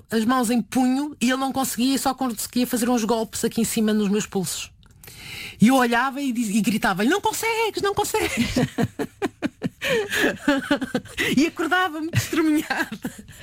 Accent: Porto, Portugal; E eu sou do Porto, e de repente ver a minha cidade a sair à rua

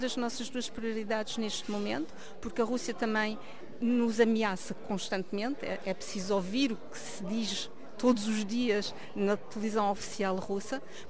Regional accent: Luxembourg; also born or lived in Portugal; É um orgulho enquanto migrante portuguesa, mas também como portuguesa simplesmente.

